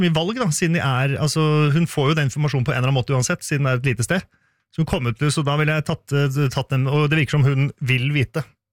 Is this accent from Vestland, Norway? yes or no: no; Bærum, Akershus, Norway; og i tillegg kommer jeg fra Bærum da, som ikke denne Sørlandsperlen er så glad i.